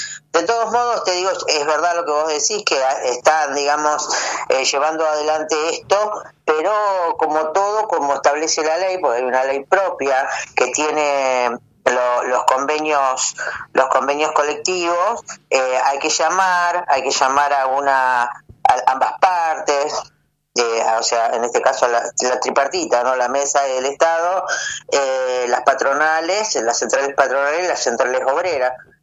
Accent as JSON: {"language": "Spanish", "country": "Argentina", "said": "yo, como todo argentino, uno quisiera que la selección nos ganara"}